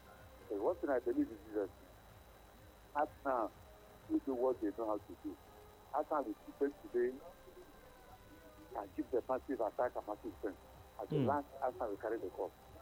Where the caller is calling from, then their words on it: Olu, Nigeria; I'm calling from Olu.